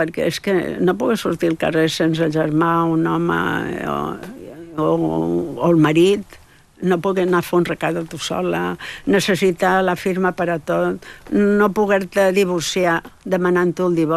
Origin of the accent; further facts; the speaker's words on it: Catalonia, Spain; Pues, pues soc catalana, tenim molts fama.